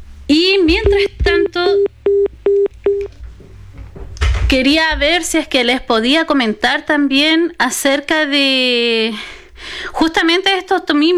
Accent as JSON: {"language": "Spanish", "country": "Chile", "said": "nuestra esencia como chilenos"}